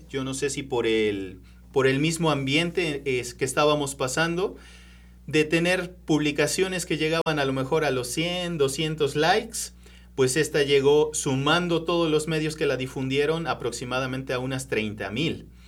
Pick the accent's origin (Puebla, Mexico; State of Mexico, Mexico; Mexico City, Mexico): Puebla, Mexico; Santa María Xixitla; yo sí soy oriundo de Santa María Xixitla